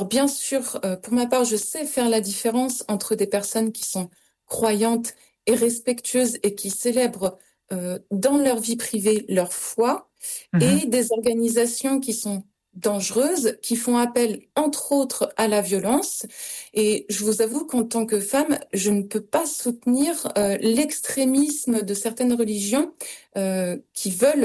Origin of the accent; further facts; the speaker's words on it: France; born there; Je suis née en France et c'est la terre qui m'a portée et c'est la terre qui me porte tous les jours.